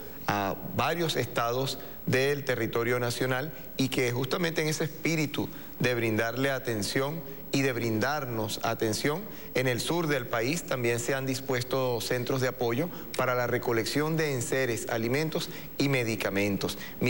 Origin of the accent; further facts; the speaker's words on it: Venezuela; cómo no sentirse orgulloso de ser venezolano